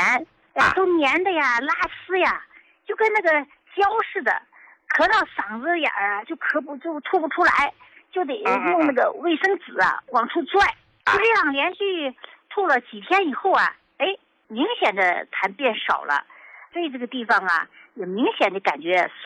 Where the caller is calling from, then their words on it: Tongliao, Inner Mongolia, China; 我是来自内蒙通辽地区的一位听众。